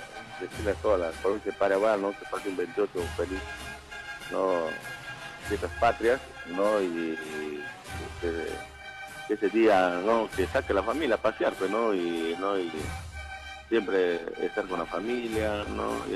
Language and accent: Spanish; Peru; Somos peruanos